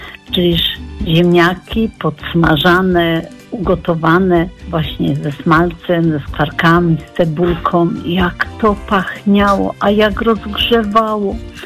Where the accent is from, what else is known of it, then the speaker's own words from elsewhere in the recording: Silesian Voivodeship, Poland; Mieszkam od urodzenia na Śląsku